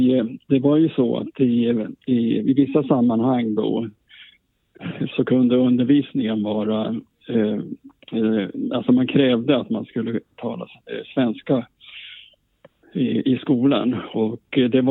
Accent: Torne Valley, Norrbotten County, Sweden; now in Uppsala, Sweden; vi är från Tornedalen och att vi har växt upp där.

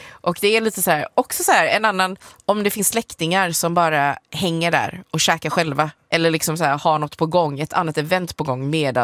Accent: Hong Kong; Så jag är från Hongkong.

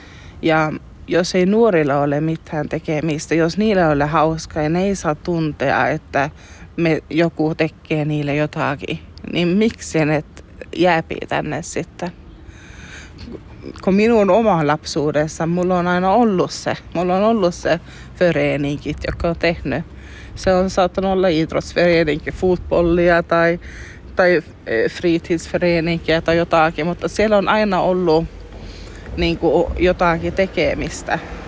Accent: Aareavaara, Norrbotten County, Sweden; Mihin olen kasvanut ylös Aareavaarassa, siellä on aina ollut paljon niin föreeninkiä, paljon aktiviteetteja lapsille.

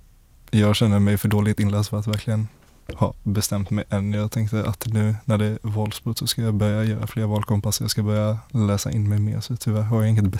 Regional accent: Lund, Skåne, Sweden; jag kommer från Lund

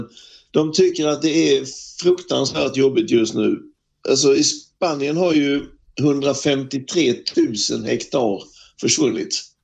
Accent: Sweden; now in Serradilla, Spain; nu är jag hemma i Sverige för tillfället, men jag snackar ju med mina grannar där i Serradilla minst en gång om dagen, gärna 2.

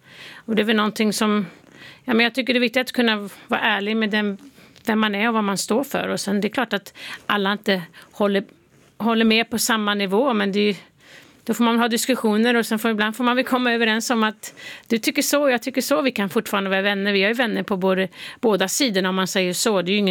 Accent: Sweden; now in United States; Ja, jag är fortfarande svensk medborgare.

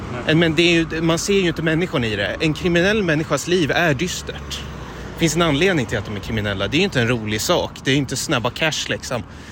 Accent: Stockholm, Stockholm County, Sweden; moved away; Så var det hemma i Stockholm också.

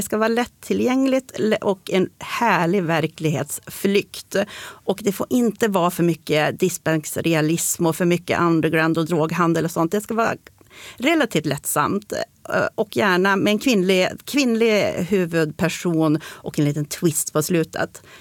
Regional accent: Sweden; moved away as an adult; also born or lived in Stockholm / Kalmar; Då tänkte vi att det kanske var ganska fiffigt att flytta hemåt igen. Min man är ju också född och uppvuxen här.

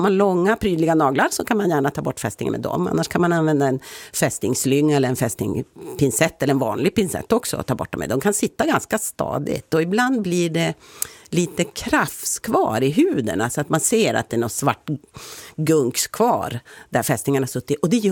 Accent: Piteå, Norrbotten County, Sweden; now in Västerbotten, Sweden; När jag var barn och växte upp i Piteå

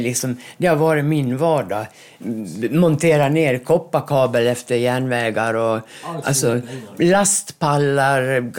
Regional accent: Orsa, Dalarna County, Sweden; Så när jag kom hem, eller tillbaka till min hemkommun Orsa då, då var jag bostadslös. Och tänkte att jag alltid vill lämna Orsa, va.

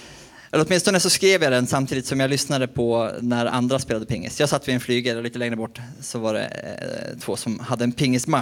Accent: Umeå, Västerbotten County, Sweden; jag är uppväxt i Umeå

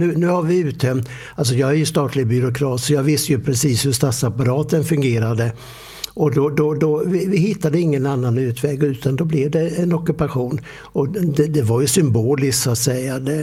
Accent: Vischerum, Kalmar County, Sweden; när jag växte upp i Vischerum, då kunde man välja på 2 saker.

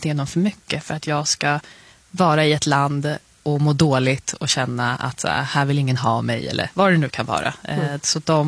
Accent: Botkyrka, Stockholm County, Sweden

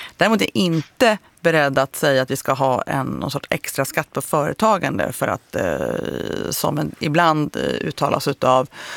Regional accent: Jämtland County, Sweden; born or raised there

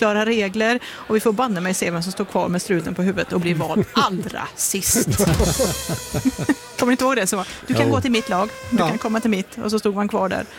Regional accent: Trollhättan, Västra Götaland County, Sweden; Min hemkommun Trollhättans

